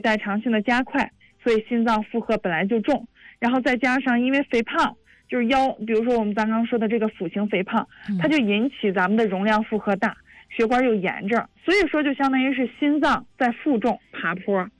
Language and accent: Chinese; Hebei, China; 对于咱们河北人来说